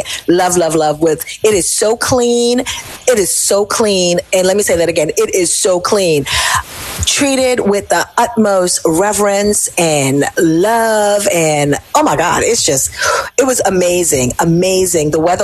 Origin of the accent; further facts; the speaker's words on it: Jamaica; So I was like, I'm a Jamaican citizen. Like, I'm an American citizen, dual citizenship. But I said, I'm from Jamaica.